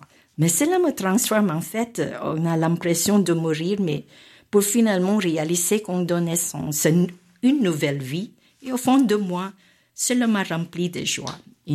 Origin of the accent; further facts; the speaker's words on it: Philippines; now in France; Mais quand j'ai quitté les Philippines, je faisais que... Vous savez, ce que je savais faire, ce qui me convenait, me permettant ainsi de mettre à profit mes compétences. Mais arrivé en France avant, tant d'incertitudes